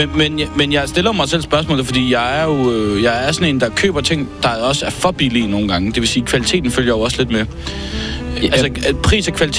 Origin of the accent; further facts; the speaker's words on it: Jutland, Denmark; fordi jeg er fra Jylland